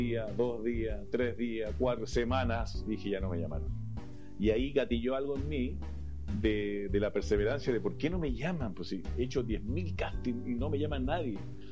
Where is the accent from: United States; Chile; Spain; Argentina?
Chile; como típico chileno, me compré la tele.